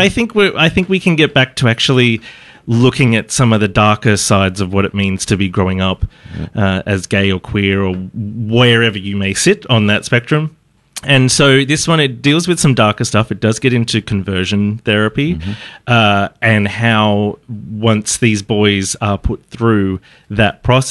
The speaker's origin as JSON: {"language": "English", "town": "Geelong", "region": "Victoria", "country": "Australia", "tie": "born or raised there", "said": "I grew up in Geelong."}